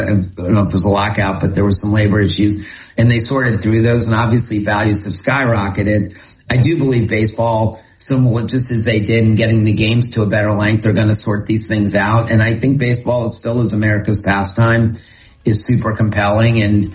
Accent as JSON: {"language": "English", "town": "Washington", "region": "District of Columbia", "country": "United States", "tie": "born or raised there", "also_born_or_lived": "Maryland", "moved": "yes"}